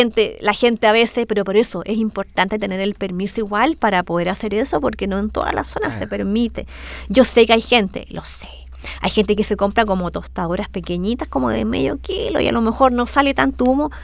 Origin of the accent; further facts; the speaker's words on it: Concepción, Biobío, Chile; Y en Concepción, de donde soy